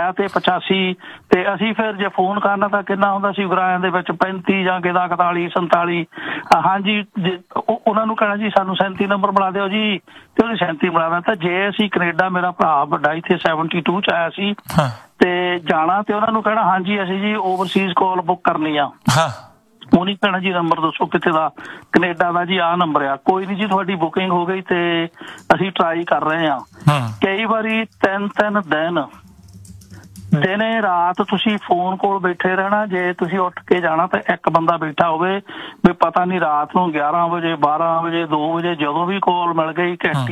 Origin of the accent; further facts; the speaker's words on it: Bopara, Punjab, India; ਮਤਲਬ ਜਿਹੜਾ ਸਾਡਾ ਪਿੰਡ ਹੈਗਾ ਜੀ ਬੋਪਾਰਾ ਗੁਰਾਇਆ